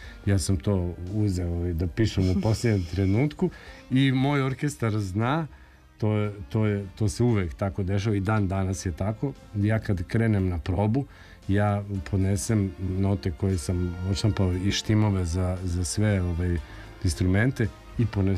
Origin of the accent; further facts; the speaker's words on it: Sremska Mitrovica, Vojvodina, Serbia; u Sremskoj Mitrovici, u mom gradu odakle sam ja.